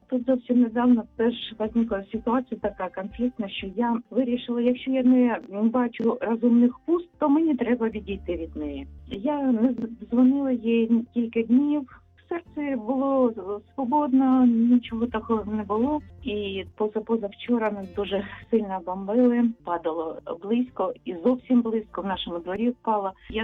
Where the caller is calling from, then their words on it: Kharkiv, Kharkiv Oblast, Ukraine; я з Харкова.